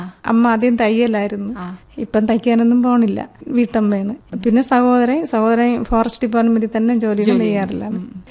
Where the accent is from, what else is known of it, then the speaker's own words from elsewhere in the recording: Meenankal, Kerala, India; കാട്ടിലാണ് ജനിച്ചതും വളർന്നതും എല്ലാം കാട്ടിലാണ്. അഗസ്ത്യരൂപത്തിന്റെ താഴ്വരയിലാണ് ഈ പേപ്പാറ സ്ഥിതി ചെയ്യണം. അവിടെയുള്ള ഒരു വനത്തിലാണ് എന്റെ വീട്. മീനങ്കിൽ പന്നിക്കുഴി എന്ന സ്ഥലത്താണ്.